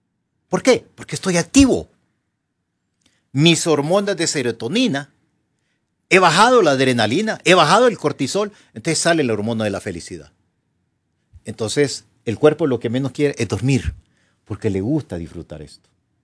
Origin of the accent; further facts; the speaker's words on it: Honduras; Eso somos Honduras.